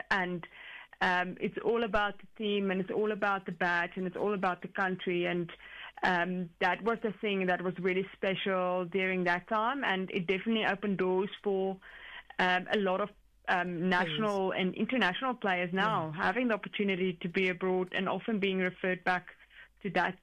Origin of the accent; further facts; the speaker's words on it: South Africa; being a South African